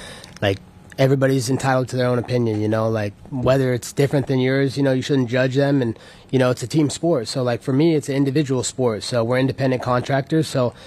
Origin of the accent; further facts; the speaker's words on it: Eugene, Oregon, United States; From Oregon, one of the most liberal states in America.